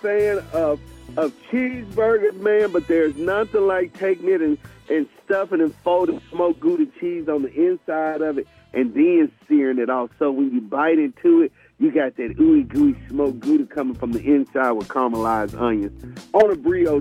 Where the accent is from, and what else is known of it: Mississippi, United States; born or raised there